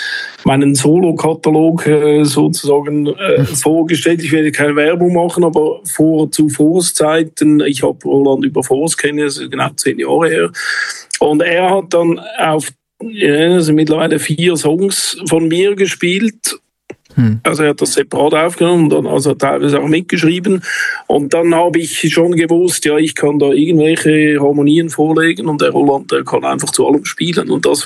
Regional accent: Zurich, Switzerland; ich bin aus Zürich, ich wohne aber auch in den Bergen.

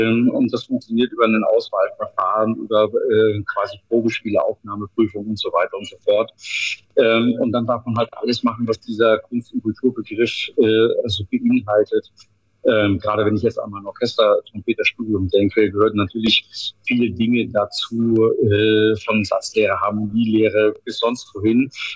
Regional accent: Northern Germany, Germany; now in Bavaria, Germany; wenn man als Norddeutscher nach Bayern kommt, dann sagen sie nicht alle, ach super, endlich mal ein Norddeutscher hier.

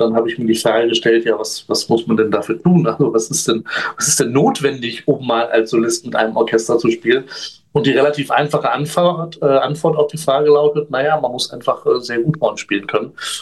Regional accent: Göttingen, Lower Saxony, Germany; ich bin in Göttingen geboren und aufgewachsen, eine relativ überschaubare Stadt im Süden Niedersachsens gelegen.

